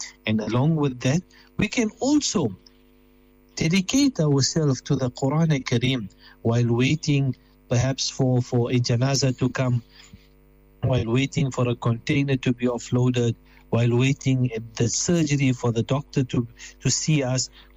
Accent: South Africa; now in Blackburn, United Kingdom; I'm formerly from South Africa.

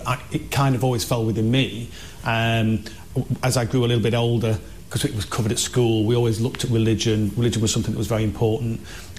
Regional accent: Sheffield, Yorkshire and the Humber, United Kingdom; moved away as an adult; now in Wakefield, United Kingdom; English through and through, England born and bred. I was born and raised in Sheffield. I live in Wakefield in West Yorkshire now. But yes, yeah, as English as I think you can get. I'm of a Christian background, Church of England.

